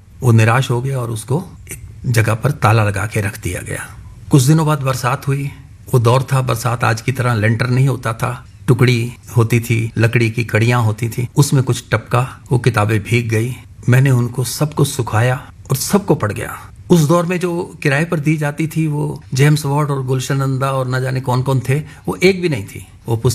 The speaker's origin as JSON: {"language": "Hindi", "region": "Haryana", "country": "India", "tie": "born there", "second_language": "Hindi", "said": "मेरा जन्म अविभाजित पंजाब, आज वो क्षेत्र हरियाणा में है, करनाल के एक छोटे से गाँव में हुआ।"}